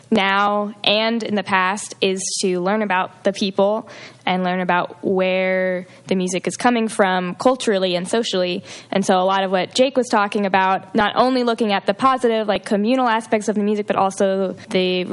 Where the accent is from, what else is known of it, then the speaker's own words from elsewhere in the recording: Oregon, United States; well, for me, I'm an outsider. I'm from Oregon. I don't have any claim to this music at all.